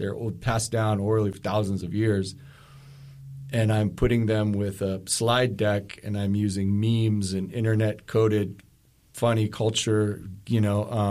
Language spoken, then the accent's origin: English; Kotzebue, Alaska, United States; now in Anchorage, United States; I'm born and raised in Kotzebue. I've lived in Anchorage for about 30 years now